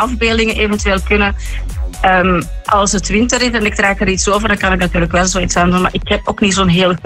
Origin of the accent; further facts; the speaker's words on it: Leuven, Flemish Brabant, Belgium; Ik ben wel niet uit Aalst, ik ben uit Leuven.